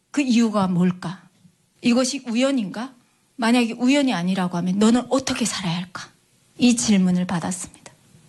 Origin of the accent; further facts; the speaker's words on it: North Korea; now in South Korea; 우리는 무슨 죄를 지어서 고향을 등지고 타국에 나와서 유리방황하면서